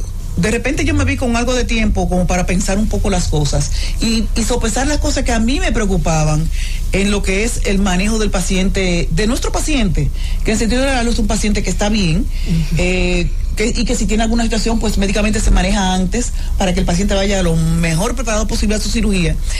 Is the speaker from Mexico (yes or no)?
no; Dominican Republic; para mí es un orgullo decir que soy dominicana, que soy cirujana plástica, que soy de la República Dominicana